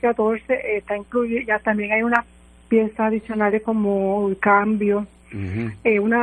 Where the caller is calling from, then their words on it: Yauco, Puerto Rico; te llamo de Yauco.